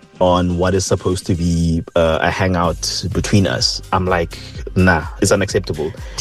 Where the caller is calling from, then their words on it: Pietermaritzburg, KwaZulu-Natal, South Africa; from Pietermaritzburg.